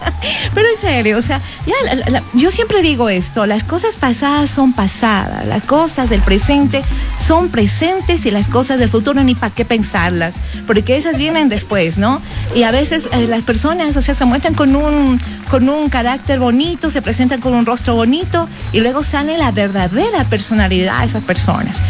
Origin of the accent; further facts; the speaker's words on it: Cotacachi, Imbabura, Ecuador; Che, boludo, que soy de acá de Cotacachi, no de Argentina.